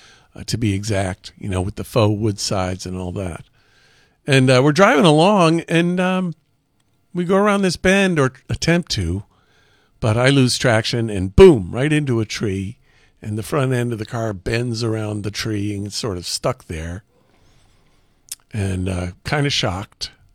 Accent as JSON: {"language": "English", "town": "Woodstock", "region": "New York", "country": "United States", "tie": "born or raised there", "said": "I grew up in Woodstock. And we're driving up Vandale Road where I grew up."}